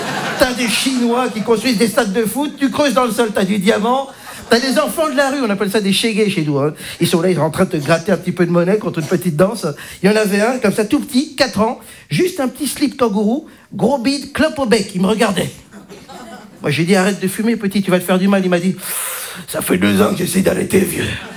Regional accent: Belgium; also born or lived in Democratic Republic of the Congo; Donc, je suis belge, hein, je représente donc la Belgique ce soir.

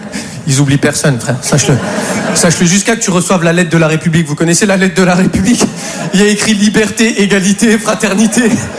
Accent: France; Je suis français, moi, ok?

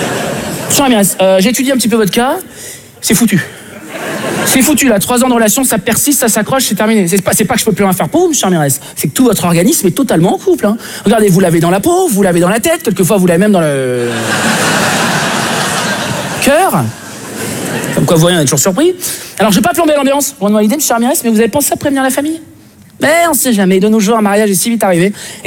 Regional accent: Switzerland; now in France

